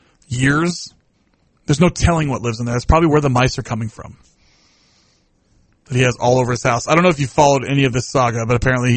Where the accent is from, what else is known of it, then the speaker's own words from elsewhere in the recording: New York, United States; Yeah, car talk was what we grew up on up in New York.